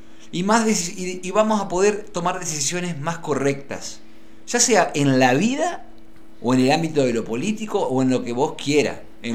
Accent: Argentina; Mirá cómo somos los argentinos.

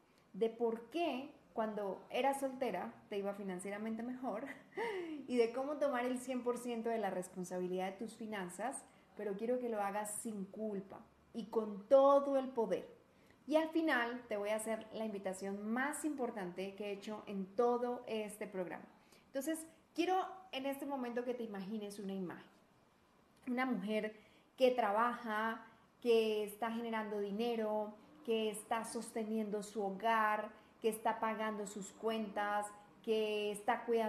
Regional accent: Colombia; now in Guadalajara, Mexico; colombiana, ahorita estoy viviendo en Guadalajara, México

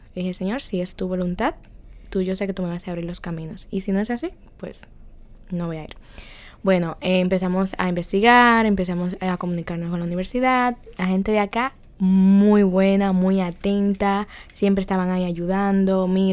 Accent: Dominican Republic; accent: Dominican; Yo vengo de la República Dominicana. Pero déjeme decirle que muchas personas me dijeron allá en Puerto Rico de que no se siente ya mi acento dominicano.

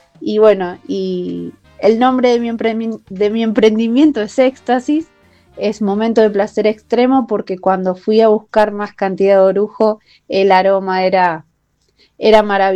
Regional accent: Santa Fe, Argentina; born there; now in Cañada Seca, Argentina; soy de Cañada Seca, nacida en Santa Fe, hace un poco más de 3 años estoy viviendo acá, en Cañada Seca, en un lugar súper rural, súper lindo.

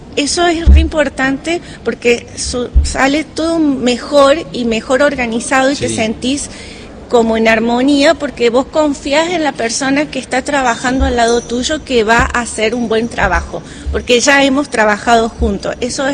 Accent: Villa Mercedes, San Luis, Argentina; yo soy de Villa Mercedes, que por ahí el alcance es más limitado

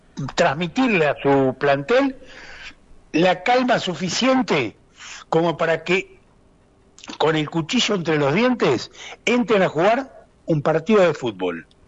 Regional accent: Argentina

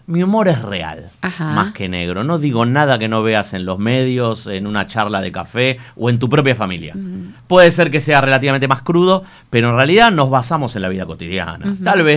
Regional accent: Buenos Aires, Argentina; Capital Federal, Buenos Aires.

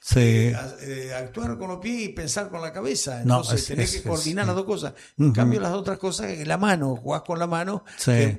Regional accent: Argentina; Nosotros en Argentina no podemos

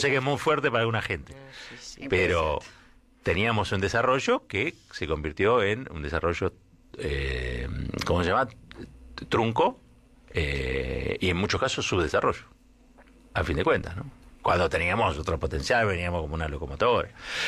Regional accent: Argentina; somos Argentina

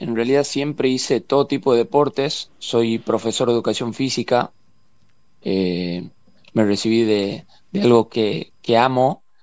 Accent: San Miguel de Tucumán, Tucumán, Argentina; soy de acá, de San Miguel de Tucumán

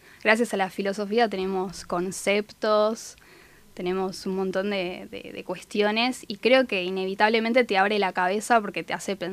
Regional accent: Haedo, Buenos Aires Province, Argentina; Yo soy de Aedo, de Morón.

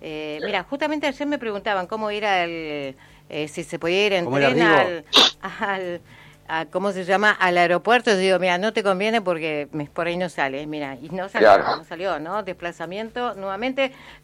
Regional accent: Río Colorado, Río Negro, Argentina; Hola, soy de Río Colorado.

